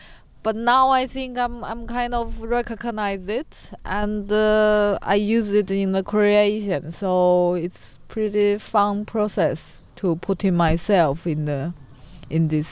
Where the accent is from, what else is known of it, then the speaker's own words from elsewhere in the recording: China; English is a second language; moved away as an adult; now in Łódź, Poland; I come from China